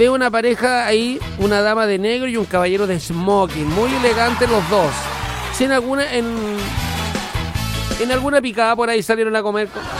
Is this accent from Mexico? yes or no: no; Puerto Montt, Los Lagos, Chile; Me gustaría participar en una recarga de gas. Soy de Puerto Montt.